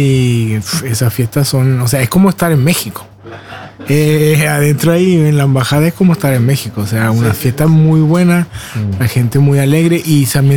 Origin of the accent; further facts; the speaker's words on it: Chile; moved away; Como yo también soy chileno